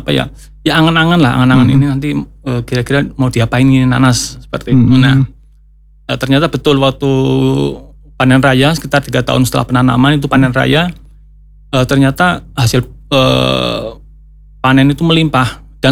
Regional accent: Central Java, Indonesia; di desa kami, di desa Siwarak ya

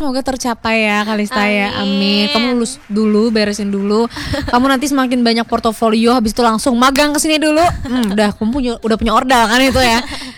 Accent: Purwokerto, Central Java, Indonesia; Iya, Jawa. Ya, Jawa Tengah, aku di Purwokerto.

